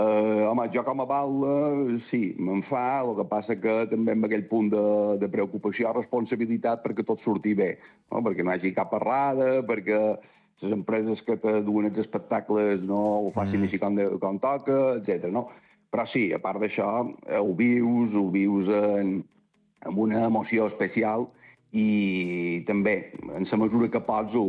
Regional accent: Búger, Balearic Islands, Spain; som un poble petit, que tampoc no transcendeix massa com puguin ser altres pobles del voltant

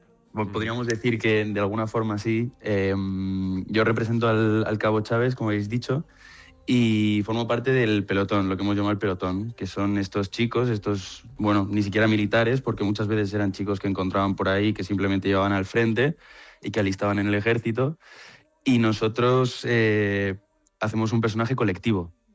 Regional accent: Valencian Community, Spain; Soy valenciano, pero mi mallorquín no está muy listo.

